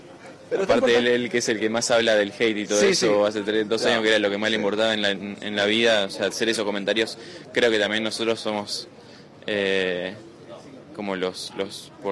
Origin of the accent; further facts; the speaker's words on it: Argentina; nosotros como argentinos nos tenemos que marcar un poco el cambio, ¿no?